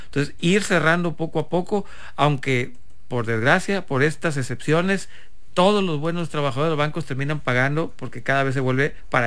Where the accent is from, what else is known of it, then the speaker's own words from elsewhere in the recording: Mexico; como mexicanos, como ciudadanos